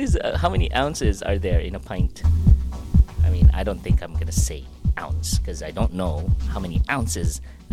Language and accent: English; Philippines; accent: Filipino English; now in Canada; Yeah, so because I grew up in the Philippines, right? So my English is Filipino English pretty much, but mixed with a lot of Canadian English.